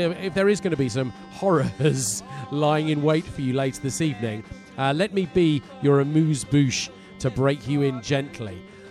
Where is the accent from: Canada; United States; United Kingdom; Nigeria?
United Kingdom; Cambridge, East of England; there I was, growing up in Cambridge.